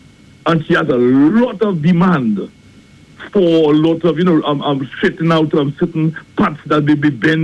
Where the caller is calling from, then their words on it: Martinique; I came back to Martinique. I'm calling you from Martinique.